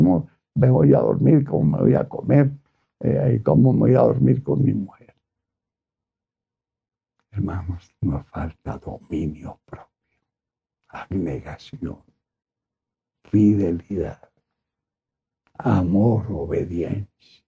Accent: Colombia; se nos está incendiando el país.

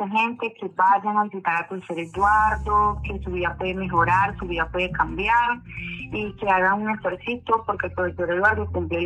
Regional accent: Venezuela; now in Villeta, Colombia

